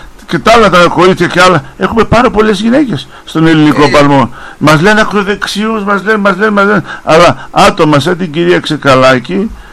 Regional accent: Greece; Εγώ είμαι Έλληνας πολίτης, γιατρός, πολύτεκνος

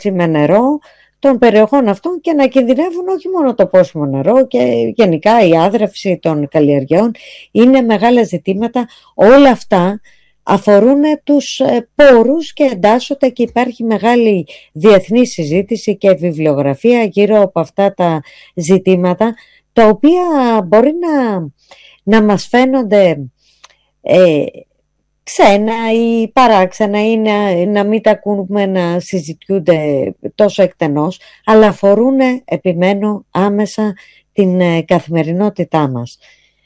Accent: Central Greece, Greece; now in Athens, Greece; είμαι κατάγομαι από τη Φθιώτιδα

